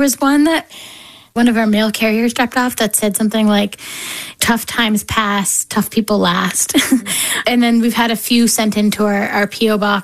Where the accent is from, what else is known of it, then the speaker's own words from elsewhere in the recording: East Coast, United States; I'm from the East Coast and things like that.